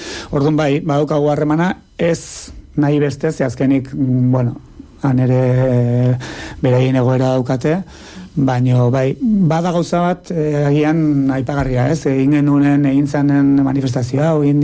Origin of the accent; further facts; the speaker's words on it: Tolosa, Basque Country, Spain; ni Tolosarra naiz, Tolosan baditugu bi